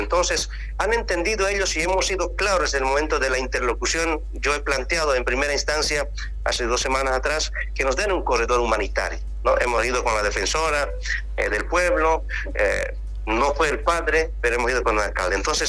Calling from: Guanay, La Paz, Bolivia

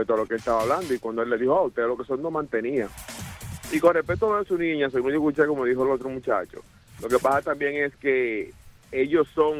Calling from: Dominican Republic; así igual como nosotros dominicanos

